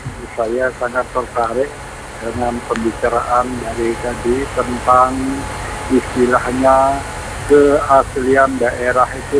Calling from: West Nusa Tenggara, Indonesia; kita orang Sasak

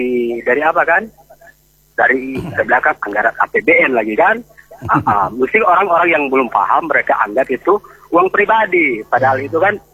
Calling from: Indonesia; dari Motoling.

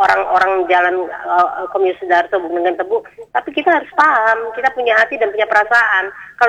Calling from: Pontianak, West Kalimantan, Indonesia; saya bukan orang Jalang Tebu. Saya orang Dr. Waidin.

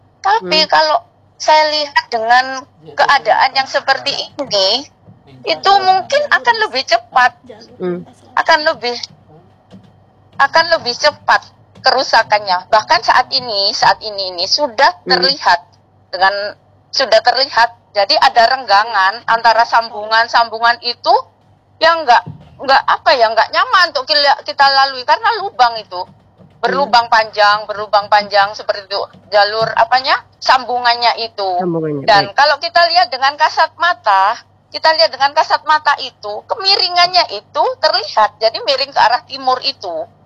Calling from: Sampang, East Java, Indonesia; saya selaku warga Sampang

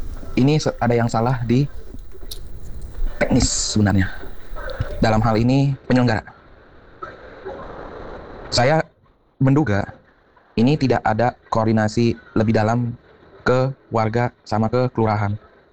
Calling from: Jakarta, Indonesia; Saya tuh sebagai warga Kebayoran Lama

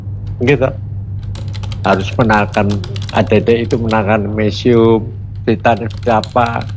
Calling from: Kediri, East Java, Indonesia; saya sebagai orang Kediri kan, orang Kediri Jawa Timur kan.

